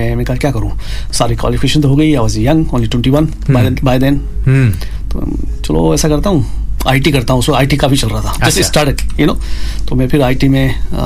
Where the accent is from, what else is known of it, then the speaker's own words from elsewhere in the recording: Rajasthan, India; देखो मैं तो राजस्थान से हूँ मारवाड़ी खून है